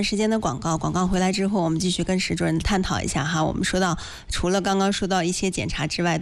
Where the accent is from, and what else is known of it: Hebei, China